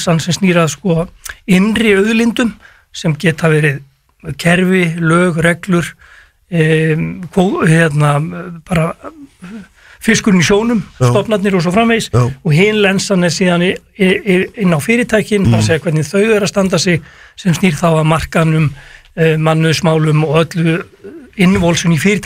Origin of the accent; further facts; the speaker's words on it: Dalvík, Northeastern Region, Iceland; þá er ég fættur upp á Dalvík, sjávarplássi, sjómenn í allt í kringum mig og byrjaði að snemma með afa á trillu